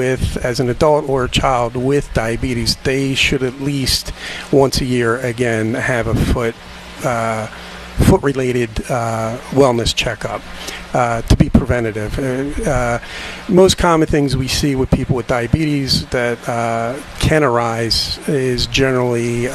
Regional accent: New Jersey, United States; I'm from South Jersey, so I'm familiar with Philadelphia. I went to podiatry school in New York City.

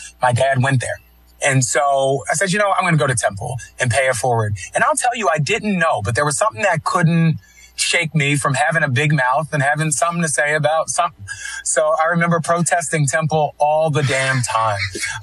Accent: Philadelphia, Pennsylvania, United States; We were in church all the time, but spent a lot of time growing up in Kensington. And if anybody knows Kensington and Somerset, that's right, the heart of the heroin epidemic

